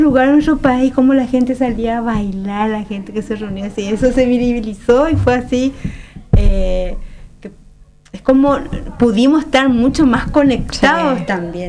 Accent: Paraguay; nos da una gran esperanza como paraguayos y paraguayas

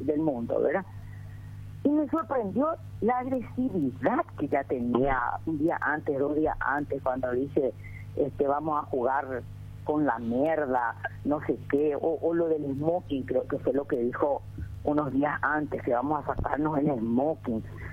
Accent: Paraguay

